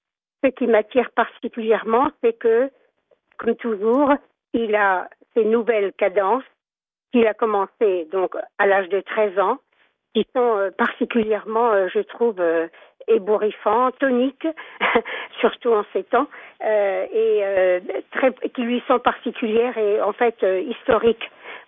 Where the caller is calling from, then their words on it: Orléans, Centre-Val de Loire, France; de Orléans